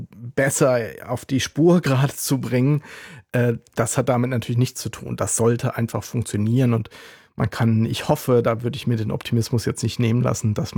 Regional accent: Rhineland-Palatinate, Germany; now in Berlin, Germany; Ich bin ja ein Kind des Landes. Ich bin in Rheinland-Pfalz in der ländlichen Region aufgewachsen.

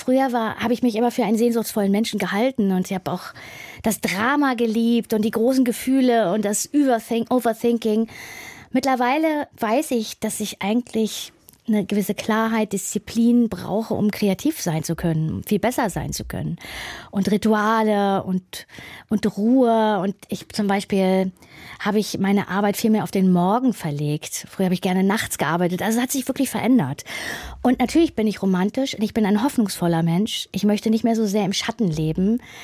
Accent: Hamburg, Germany; Ich als Hamburgerin.

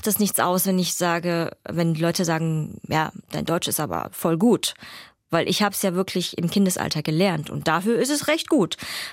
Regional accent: Vietnam; German is a second language; now in Germany; Die Frage, die ich zum Beispiel beantworten kann, ist, woher ich komme, nämlich aus Vietnam

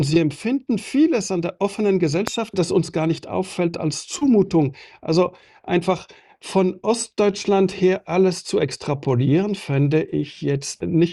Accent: Switzerland; Ich bin Schweizer

